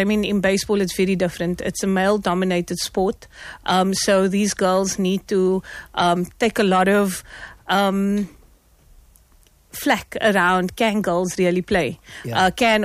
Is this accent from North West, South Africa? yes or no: no; Johannesburg, Gauteng, South Africa; now in Cape Town, South Africa; Sidebar, I'm actually from Johannesburg and I moved to Cape Town when I was, so I'm a bit of a double agent.